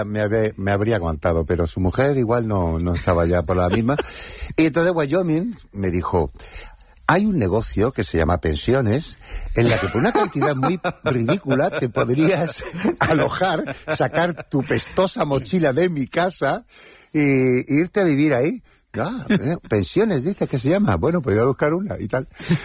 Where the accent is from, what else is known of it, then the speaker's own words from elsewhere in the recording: Cádiz, Andalusia, Spain; Pues aquí estoy en Cádiz, yeah, mi tierra